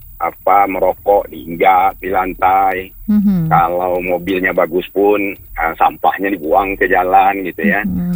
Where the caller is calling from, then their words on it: West Sumatra, Indonesia; kita orang Minang